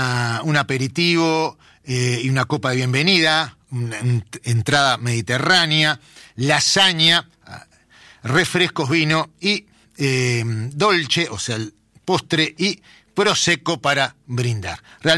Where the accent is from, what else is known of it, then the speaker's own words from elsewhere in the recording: Lombardy, Italy; now in Uruguay; yo soy de la Lombardía también